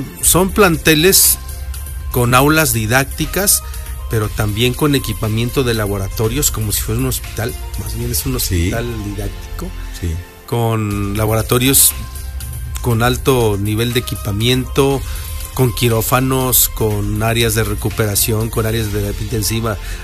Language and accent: Spanish; Acajete, Puebla, Mexico; los que somos de no de Puebla capital, yo no soy de tan lejos, de Acajete.